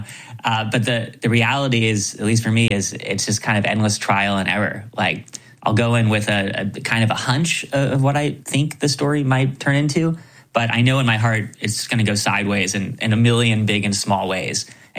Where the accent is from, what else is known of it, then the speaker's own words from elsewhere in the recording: New York City, New York, United States; I'm from New York City. I didn't learn how to drive until I was about 33 years old.